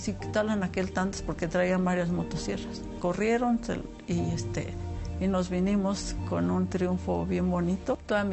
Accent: Hidalgo, Mexico; Ser mujer aquí en mi pueblo, pues era complicado. Sobre todo viviendo mujeres solas, en nuestro caso. Mi madre batallaba con sus tres hijos sola. Un buen día, como a los 16, un poquito antes de los 16, agarré mis cosas y me fui de aquí.

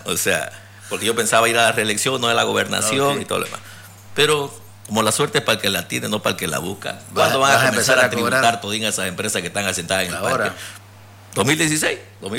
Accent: Bolivia; uno queda mal como boliviano

